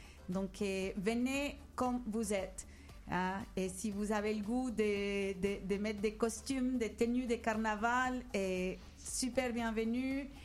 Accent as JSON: {"language": "French", "country": "Colombia", "said": "Et moi, je viens de la Colombie."}